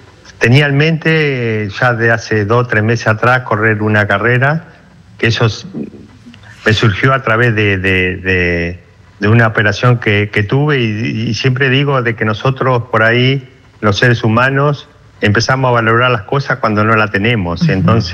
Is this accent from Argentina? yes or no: yes; Argentina; la idea era correr en Argentina, que tuve muy poco posibilidades de correr en mi país, y elegí la de Buenos Aires